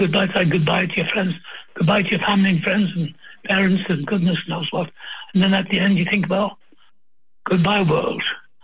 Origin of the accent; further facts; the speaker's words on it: Wales, United Kingdom; now in United States; I'm Welsh